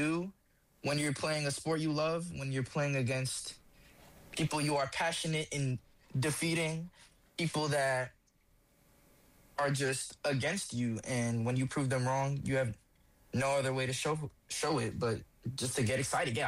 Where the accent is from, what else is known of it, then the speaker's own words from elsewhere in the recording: New York, United States; I feel like as a New Yorker